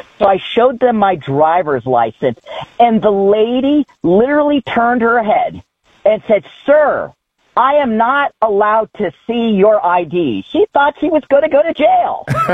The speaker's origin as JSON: {"language": "English", "region": "California", "country": "United States", "said": "So I had mentioned that I'm from California"}